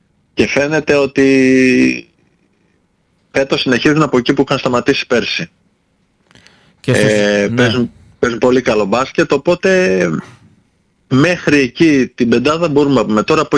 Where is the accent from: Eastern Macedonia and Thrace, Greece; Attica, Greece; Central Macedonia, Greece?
Central Macedonia, Greece; Thessaloniki; moved away as an adult; εγώ είμαι από Θεσσαλονίκη και από οικογένεια